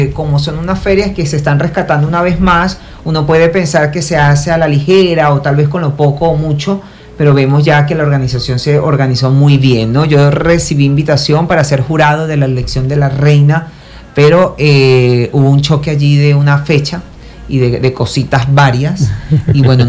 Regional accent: Venezuela; es lo que nos toca como venezolanos

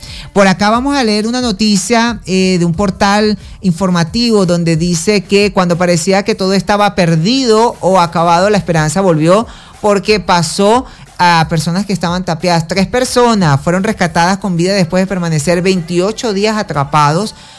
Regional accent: Caracas, Capital District, Venezuela; born there; No comparto, y no nací en Táchira, nací en Caracas, pero soy más gocho que el pastelito con arroz con carne.

